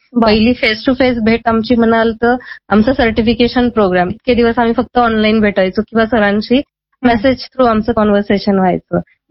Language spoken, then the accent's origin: Marathi; Nashik, Maharashtra, India; मी मूळची नाशिकचीच आहे.